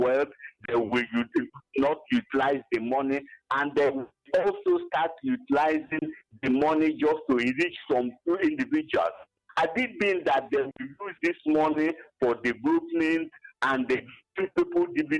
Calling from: Enugu, Enugu State, Nigeria; I'm calling from Abapanike, Enugu.

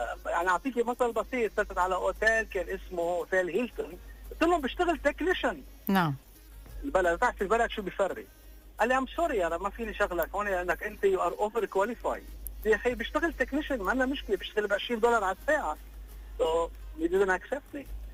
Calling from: Beirut, Beirut Governorate, Lebanon; من بيروت.

